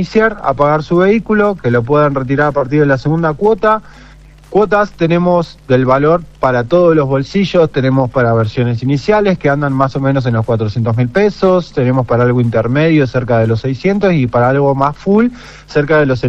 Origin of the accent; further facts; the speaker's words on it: Neuquén, Argentina; Nosotros, bueno, nos acercamos acá a la localidad, somos de Neuquén Capital